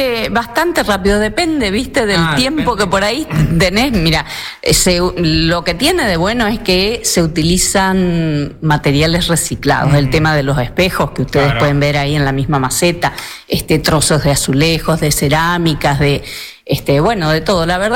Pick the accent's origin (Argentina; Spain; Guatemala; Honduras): Argentina; Presidencia Roque Sáenz Peña, Chaco; un compoblano mío, sanespeñense